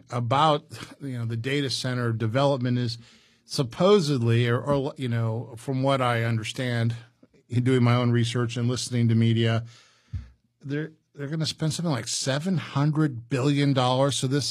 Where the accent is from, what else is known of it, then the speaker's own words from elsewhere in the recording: Indiana, United States; I had the opportunity today to talk to someone about how I grew up in Indiana like you did.